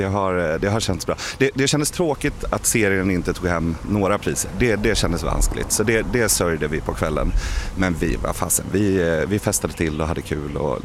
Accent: Kalmar, Kalmar County, Sweden; Jag är glad över att vara hemma i Kalmar.

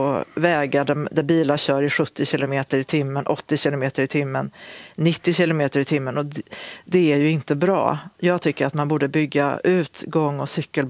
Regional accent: Osebol, Värmland, Sweden; moved away; det är ju landskapet där jag växte upp då i norra Värmland. När jag liksom började närma mig Osebol, då kände jag igen färgen på gruset, på grusvägen. Alltså exakt så här så ser gruset ut på min grusväg i Osebol.

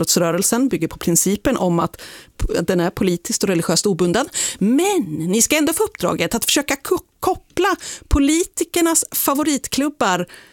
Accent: Sweden

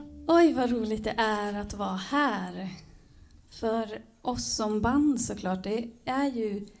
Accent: Gothenburg, Västra Götaland County, Sweden; moved away; Men jag är ju göteborgare, Edvin är också göteborgare. Och för mig är det verkligen att komma hem.

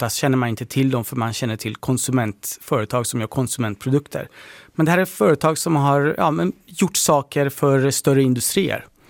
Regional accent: Gävle, Gävleborg County, Sweden; born there; Swedish is a second language; also born or lived in Iran; Jag kom som flykting från Iran till Sverige när jag var 10 år. Och bodde i Gävle.

